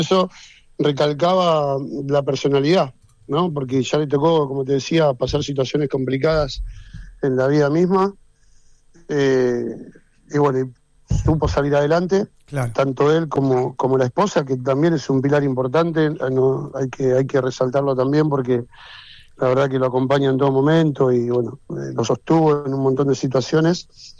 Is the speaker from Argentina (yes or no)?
yes; Buenos Aires, Argentina; moved away; somos los dos argentinos, yo soy ahí